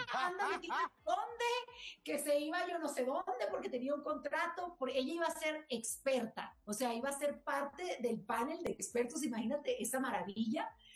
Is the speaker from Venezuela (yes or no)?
yes; Venezuela; now in Mexico; tener la nacionalidad de mis amores, que es Venezuela, y la nacionalidad que hoy por hoy me ha dado tanto, que es México